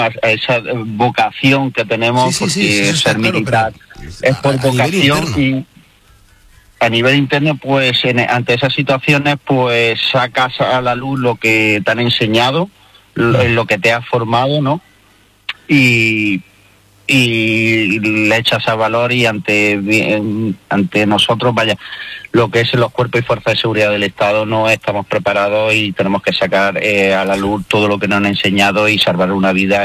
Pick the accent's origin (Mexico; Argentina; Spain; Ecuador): Spain; Loja, Andalusia; now in Almería, Spain; soy natural de Loja y resido actualmente en Almería.